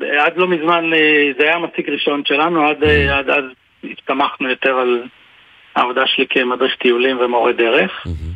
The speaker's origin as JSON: {"language": "Hebrew", "town": "Ne'ot Golan", "region": "Northern District", "country": "Israel", "tie": "born or raised there", "said": "אבל אני גדלתי פה, אז זה גם לא כזה פייר."}